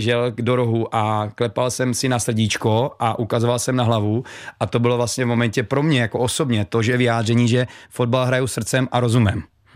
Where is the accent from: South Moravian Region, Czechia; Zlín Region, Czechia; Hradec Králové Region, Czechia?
South Moravian Region, Czechia; Brno; jsem z Brna